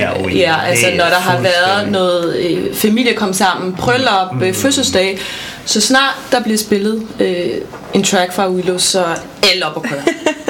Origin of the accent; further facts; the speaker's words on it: Tanzania; now in Denmark; Jeg er fra Tanzania.